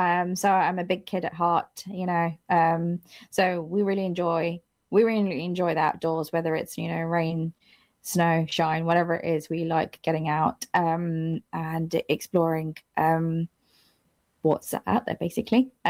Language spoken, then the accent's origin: English; Wimbledon, London, United Kingdom; I'm a very proud Womble. I am from Wimbledon, southwest London. I'm one of three.